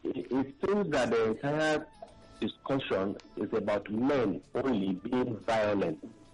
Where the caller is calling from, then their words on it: Enugu State, Nigeria; I'm calling you from Areku, Enugu State.